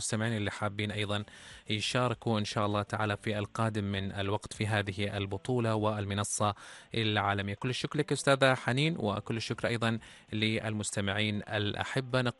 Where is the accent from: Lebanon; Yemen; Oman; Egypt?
Oman; نحن كعمانيين